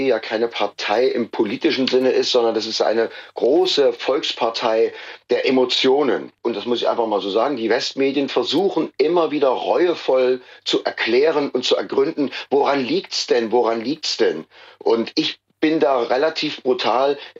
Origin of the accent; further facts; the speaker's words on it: East Germany, Germany; Weil ich als Ossi die Stimme erhebe und einfach versuche, auch als Stimme des Ostens sozusagen laut zu sein